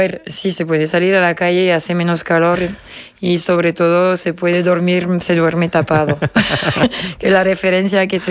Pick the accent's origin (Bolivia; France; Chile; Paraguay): France; Auvergne-Rhône-Alpes; Spanish is a second language; moved away as an adult; now in Córdoba, Spain; Yo de cerca de Lyon.